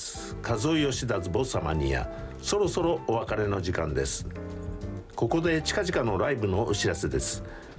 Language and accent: Japanese; Kawagoe, Saitama, Japan; 僕と同じ川越出身